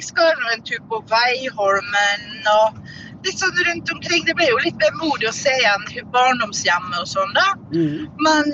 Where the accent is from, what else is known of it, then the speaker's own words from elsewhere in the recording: Smøla, Møre og Romsdal, Norway; på vei til en øy som heter Smøla utenfor Kristiansund, så jeg egentlig hjemplassen min.